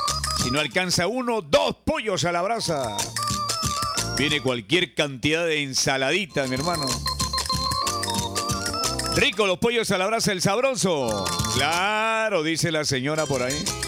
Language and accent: Spanish; Peru; todos los peruanos nos sentimos orgullosos, mi hermano, de ser parte de esta linda tierra